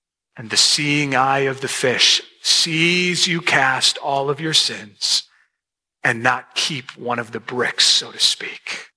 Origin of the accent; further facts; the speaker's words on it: Chicago, Illinois, United States; now in Detroit, United States; Yeah, I know I live in Detroit area, but I grew up in Chicago, and so I was a Bears fan.